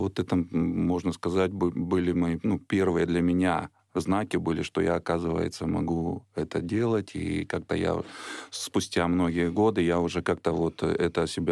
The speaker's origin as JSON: {"language": "Russian", "town": "Mariupol", "region": "Donetsk Oblast", "country": "Ukraine", "tie": "born or raised there", "said": "Детство у меня прошло в моем родном городе, в Мариуполе, уже в небезызвестном."}